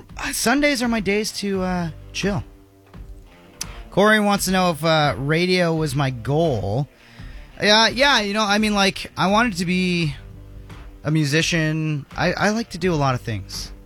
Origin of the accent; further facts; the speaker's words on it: Niagara Falls, Ontario, Canada; also born or lived in Ottawa / Toronto; Yeah, I am born and raised in Niagara Falls. I spent 4 months in Ottawa when I was like 18. Lived in Toronto for 2 years after that, but Niagara's pretty much always been